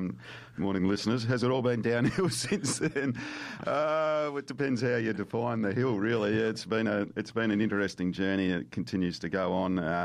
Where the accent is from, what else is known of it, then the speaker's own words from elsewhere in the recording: Adelaide, South Australia, Australia; I was born in Port Adelaide, which is a feral football ground.